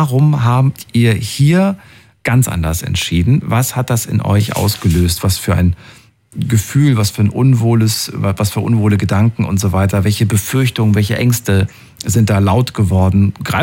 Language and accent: German; Thuringia, Germany; Früher bin ich aus Thüringen und so weiter. Und da war FKK ganz normal, ne? in der ehemaligen DDR.